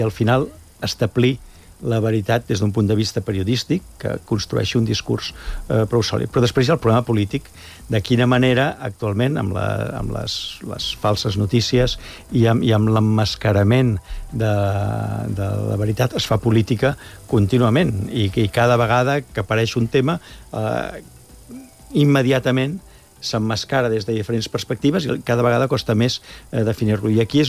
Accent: Catalonia, Spain; Evidentment, no només la traducció, sinó que ho hem de reivindicar com a catalans, perquè els catalans portem en el nostre ADN

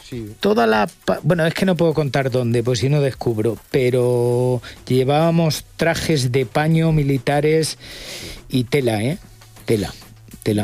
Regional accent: Castilla-La Mancha, Spain; Claro, es mi tierra.

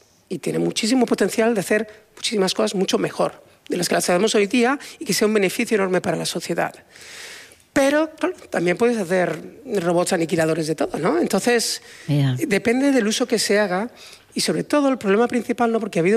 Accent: Spain; Hay un italiano, 2 chinos, yo soy español, 1 turco.

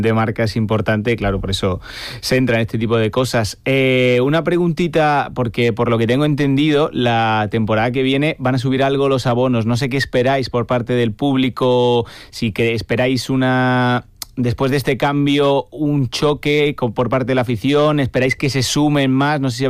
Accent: Seville, Andalusia, Spain; also born or lived in Salamanca; Yo soy de Sevilla, por ejemplo, y de las pocas marcas que conozco de Salamanca, después de haber vivido allí 2 años, es Perfumerías Avenida.

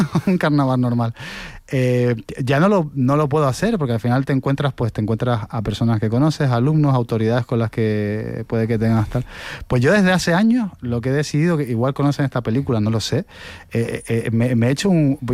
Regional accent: Canary Islands, Spain; yo estoy ahora en los estudios de Tenerife, pero yo soy de Gran Canaria.

